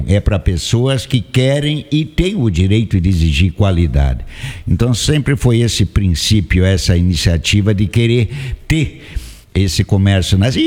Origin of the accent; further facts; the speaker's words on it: Iporã, Paraná, Brazil; E logo aqui em Iporã, onde era a minha terra, eu sempre quis voltar porque eu estive o resto do tempo fora.